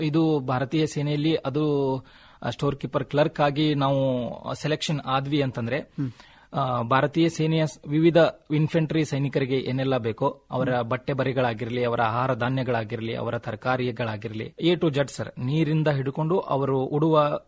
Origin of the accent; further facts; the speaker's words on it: Karnataka, India; moved away as an adult; now in Tenga, India; ನಮ್ಮ ಉತ್ತರ ಕರ್ನಾಟಕದ ಭಾಗದಲ್ಲಿ ನಮ್ಮ ವಿಜಯಪುರ, ವಾಪಸ್ ಈಗ ನಮ್ಮ ಬಾಗಲಕೋಟೆ, ಗುಲ್ಬರ್ಗಾ, ಬೀದರ್